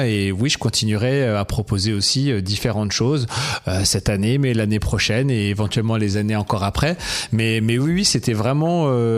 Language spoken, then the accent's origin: French; Grand Est, France; moved away as an adult; also born or lived in Forbach / Nancy; now in Troyes, France; Alors moi je suis mosellan d'origine, je suis né à Forbach en Moselle, qui est près de Metz, et j'ai grandi juste à côté, pas très loin de la frontière allemande, en Moselle. Et ensuite, pour les études, je suis parti à Nancy, et après, au fur et à mesure du temps, je suis toujours resté un petit peu dans la région Grand Est.